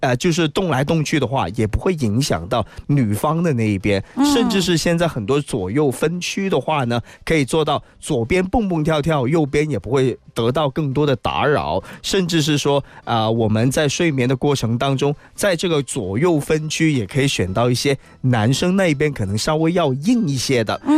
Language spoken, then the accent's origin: Chinese; China; 我们中国人呢特别在南方传统就是要晾衣服的